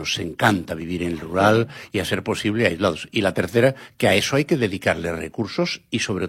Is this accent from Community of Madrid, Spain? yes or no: no; Santiago de Compostela, Galicia, Spain; Va a tener lugar en octubre y además en mi pueblo, en Santiago de Compostela